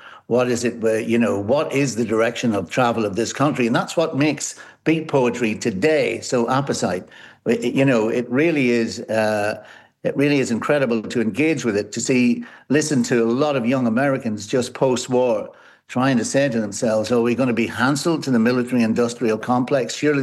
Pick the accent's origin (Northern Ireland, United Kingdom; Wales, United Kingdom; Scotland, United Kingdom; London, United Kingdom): Northern Ireland, United Kingdom; Enniskillen; And, although we had Wilde and Beckett both in my hometown of Enniskillen, there's no reason why we couldn't have, heard a lot more of Kavanagh when I was at school.